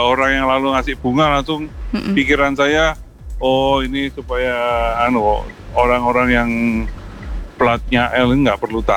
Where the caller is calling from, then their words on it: Malang, East Java, Indonesia; saya juga orang Malang, Mbak